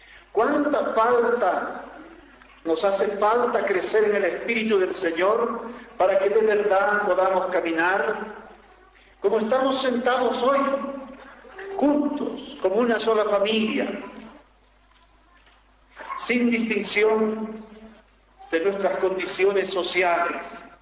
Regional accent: Bolivia; lo que estamos viviendo como bolivianos

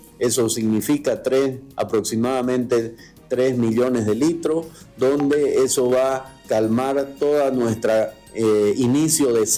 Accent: Bolivia; que nos hace falta como bolivianos

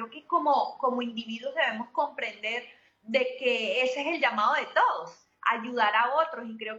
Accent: Venezuela; Y eso es lo que todos como venezolanos vamos a continuar haciendo, tengo fe en eso.

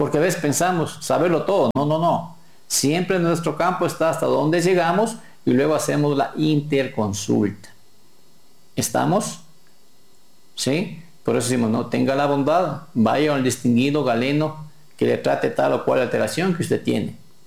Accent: Ecuador; en mi país, Ecuador, es el país más lindo para los feriados

